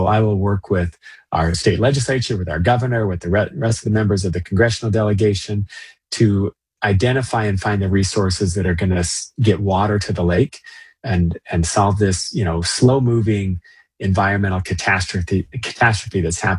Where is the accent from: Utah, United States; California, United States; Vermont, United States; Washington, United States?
Utah, United States; West Bountiful; I grew up in West Bountiful, Utah, on the shores of the Great Salt Lake.